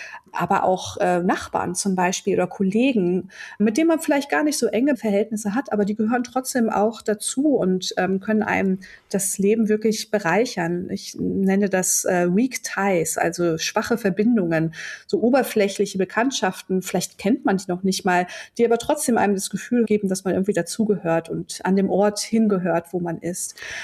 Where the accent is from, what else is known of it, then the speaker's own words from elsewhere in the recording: Cologne, North Rhine-Westphalia, Germany; now in Bochum, Germany; da geht mir auch immer noch das Herz auf, auch wenn ich schon länger nicht mehr in Köln lebe. Ich lebe seit einigen Jahren jetzt in Bochum im Ruhrgebiet